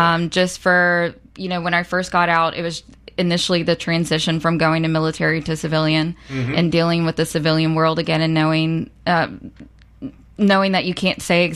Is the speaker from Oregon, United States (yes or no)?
no; Hampton, Virginia, United States; I'm here from here, Hampton, Virginia.